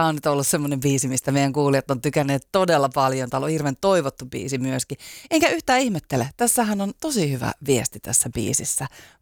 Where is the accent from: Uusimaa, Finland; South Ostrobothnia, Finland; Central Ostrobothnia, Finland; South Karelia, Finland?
Uusimaa, Finland; Helsinki; Minä olen syntyperäinen helsinkiläinen jo vaikka kuinka monennessa polvessa.